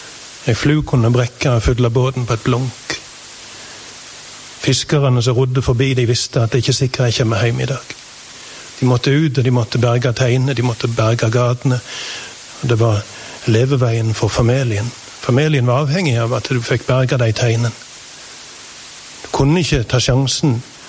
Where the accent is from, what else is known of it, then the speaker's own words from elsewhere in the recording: Rogaland, Norway; Habno hjemme, der jeg vokste opp. Eller jeg kommer fra Vatland, som der bønnen drev jord for det meste, men hadde sjøen på si.